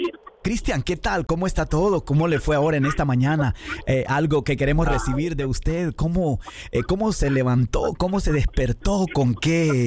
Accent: Honduras; es una persona que nos sentimos muy orgullosos de usted como hondureños.

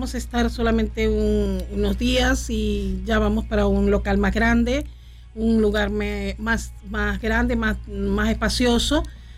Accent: Panama; moved away as an adult; now in Austin, United States; Bueno, yo soy de Panamá. Yo tengo como 35 años de vivir en los Estados Unidos.

